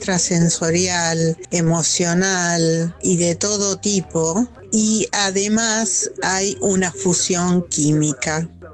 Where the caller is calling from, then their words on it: Acasuso, Buenos Aires Province, Argentina; Hola Luisa … de Acasuso